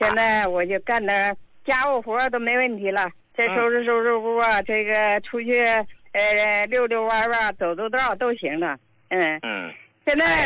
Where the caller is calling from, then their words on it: Harbin, Heilongjiang, China; 不知道你记不记得我了，我是哈尔滨的患者。